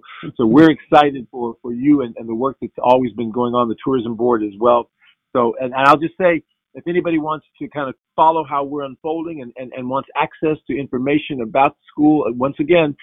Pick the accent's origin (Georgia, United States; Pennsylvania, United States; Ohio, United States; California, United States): Ohio, United States; Cleveland; I grew up in Cleveland, Ohio, and I was a member of the Antioch Baptist Church. That's where my family was.